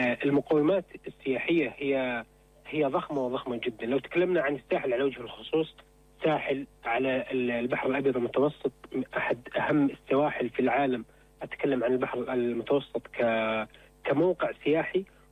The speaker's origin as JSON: {"language": "Arabic", "country": "Syria", "said": "يعني إحنا كسوريين يعني ما عندنا اطلاع كافي على بلدنا"}